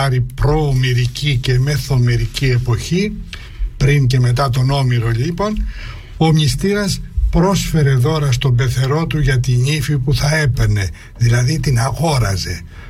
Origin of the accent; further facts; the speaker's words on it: Western Greece, Greece; ειδικά στο Ξηρόμερο που είναι η πατρίδα μου